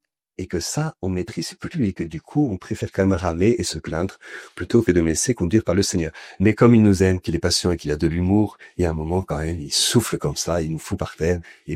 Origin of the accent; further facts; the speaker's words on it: France; Puis comme nous on est très intelligents, parce qu'on est français, ils vont quand même un cran au-dessus des autres